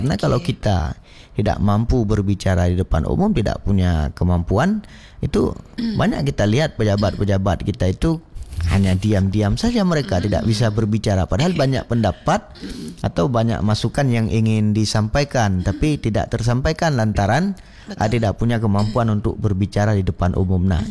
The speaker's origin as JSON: {"language": "Indonesian", "region": "Aceh", "country": "Indonesia", "said": "dalam tradisi kita Aceh"}